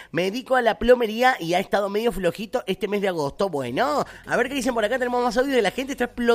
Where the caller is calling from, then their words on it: Maipú, Mendoza, Argentina; Hola, Chori … de Maipú, te escucho desde la panadería.